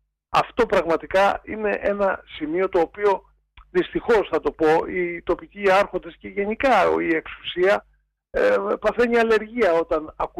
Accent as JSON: {"language": "Greek", "town": "Kapsala", "country": "Greece", "said": "γιατί όπως σας είπα κατάγομαι από τα Κάψαλα."}